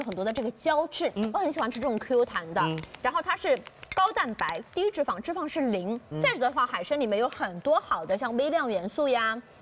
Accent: Shanghai, China; 因为我们上海人毕竟不是专业的

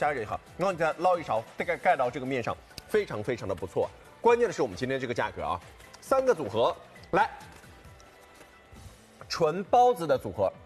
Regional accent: Shanghai, China; 带一点咱们上海人的这种甜的口感

